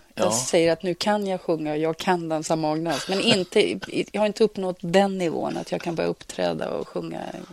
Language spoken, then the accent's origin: Swedish; Stockholm, Stockholm County, Sweden; Så född och uppvuxen i Bredäng.